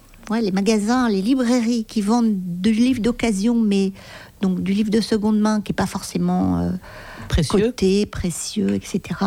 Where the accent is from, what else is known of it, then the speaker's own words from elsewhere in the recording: Paris, Île-de-France, France; born there; Non, je suis née à Paris. Mon père était tourangeau, ma mère elle est du Lot-et-Garonne et donc ils se sont un peu promenés dans l'Ouest de la France.